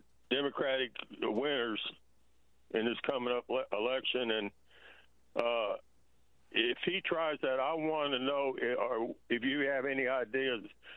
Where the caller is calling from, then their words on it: Kentucky, United States; I'm calling from Deep Red, Kentucky, but we got a great governor.